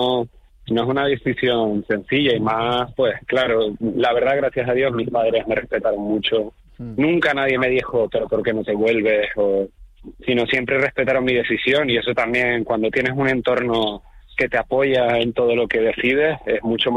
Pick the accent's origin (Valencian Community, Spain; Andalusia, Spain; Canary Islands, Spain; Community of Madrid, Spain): Canary Islands, Spain; moved away; Yo siempre, siempre digo que intento, aunque haya salido de mi isla la llevo siempre conmigo.